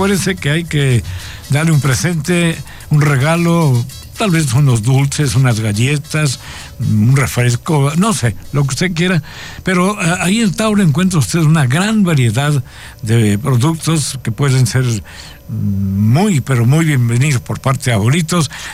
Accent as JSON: {"language": "Spanish", "town": "Naolinco", "region": "Veracruz", "country": "Mexico", "tie": "born or raised there", "said": "a mis paisanos en mi tierra en Naolinco"}